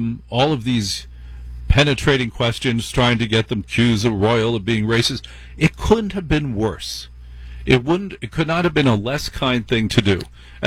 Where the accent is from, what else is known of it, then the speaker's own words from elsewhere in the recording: New Jersey, United States; And I ain't no king, buddy. I'm from Jersey. Much tougher than being the king.